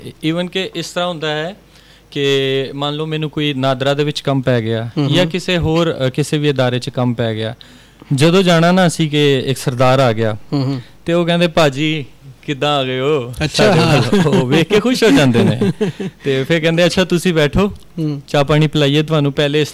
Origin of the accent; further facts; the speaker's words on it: Pakistan; ਨਹੀਂ ਨਹੀਂ ਨਹੀਂ, ਮੈਂ ਪਾਕਿਸਤਾਨੀ ਹਾਂ, ਮੇਰੇ ਕੋਲ ਨੈਸ਼ਨਲਿਟੀ ਪਾਕਿਸਤਾਨ ਦੀ